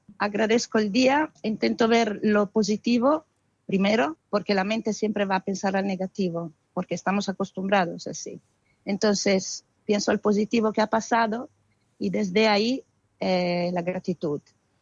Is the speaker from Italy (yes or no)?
yes; Italy; Spanish is a second language; moved away as an adult; also born or lived in Milan; now in Ibiza, Spain; yo vengo de Italia, sí. Y llevaba una galería de arte muy importante en Milán, sí.